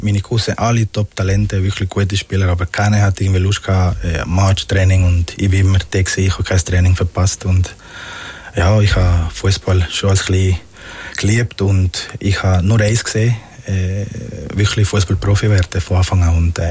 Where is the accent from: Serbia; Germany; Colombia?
Colombia; Magdalena; now in Switzerland; Ich bin auch ganz am Strand mit meinen Grosseltern aufgewachsen. In Parque Tayrona heisst es.